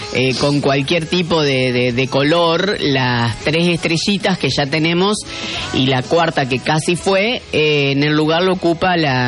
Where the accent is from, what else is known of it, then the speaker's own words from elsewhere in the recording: Argentina; somos argentinos